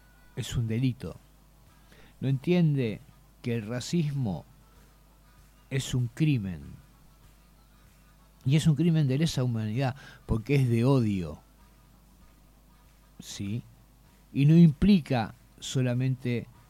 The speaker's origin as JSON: {"language": "Spanish", "country": "Argentina", "said": "¿Qué somos los argentinos? Somos una mierda, pero somos nuestra mierda."}